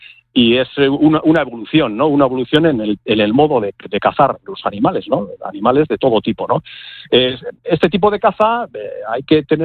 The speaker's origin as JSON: {"language": "Spanish", "town": "Barrika", "region": "Basque Country", "country": "Spain"}